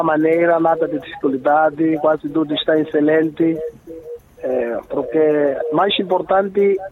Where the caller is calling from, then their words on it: Moma District, Nampula, Mozambique; partir de Niabala, posto administrativo de Xalawa, distrito de Moma, província de Nambula